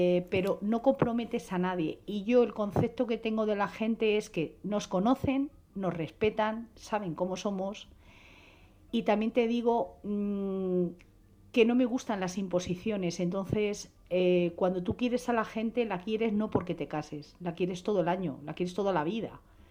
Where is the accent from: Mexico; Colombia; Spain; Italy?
Italy; Sicily